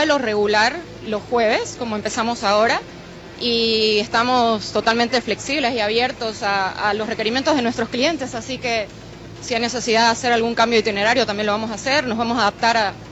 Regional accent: Santa Cruz de la Sierra, Santa Cruz, Bolivia; moved away as an adult; yo soy cruceña, vivo fuera de Bolivia hace unos años, pero llegar ahora en el vuelo inaugural a mi tierra es un orgullo.

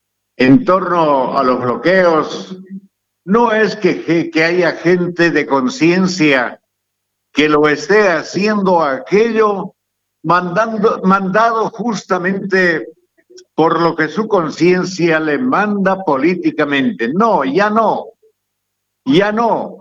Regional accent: Tarija, Bolivia; born there; Esta mi tierra, este mi campanario, haber nacido en el departamento de Tarija

